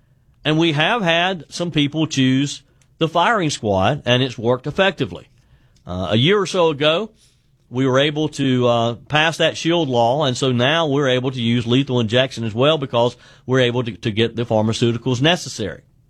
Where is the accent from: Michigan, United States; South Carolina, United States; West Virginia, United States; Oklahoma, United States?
South Carolina, United States; Let's go to Tommy, who is in my home state of South Carolina.